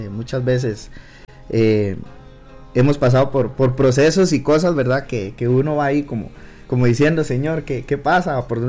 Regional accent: Siquirres, Limón, Costa Rica; now in Heredia, Costa Rica; Desde Heredia, pero nosotros somos de Siquirres.

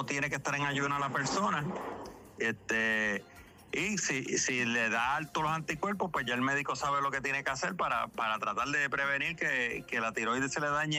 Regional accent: Isabela, Puerto Rico; que somos de aquí, como el coquí, como dicen, que somos de Isabela de verdad.

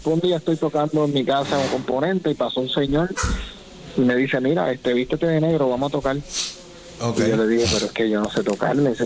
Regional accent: Toa Alta, Puerto Rico; moved away as an adult; now in Kissimmee, United States; Yo soy natural de Toa Alta. Me crié toda la vida en Toa Alta, aunque ahora vivo fuera de Puerto Rico. Estoy en la ciudad de Kissimmee hace 10 años.

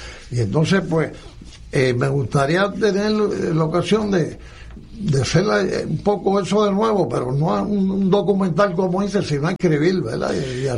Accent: Aibonito, Puerto Rico

